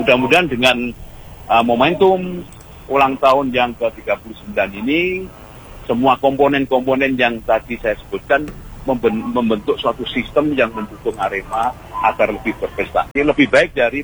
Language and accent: Indonesian; Malang, East Java, Indonesia; saya sebagai warga Malang juga merasakan.